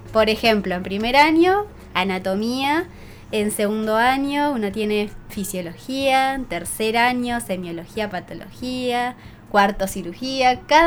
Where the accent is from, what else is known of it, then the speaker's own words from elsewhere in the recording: Diamante, Entre Ríos, Argentina; born there; now in Libertador San Martín, Argentina; nací acá en Argentina, está acá cerquita, a 15 minutos, Diamante, seguramente lo conocen, así que tengo mi familia cerquita.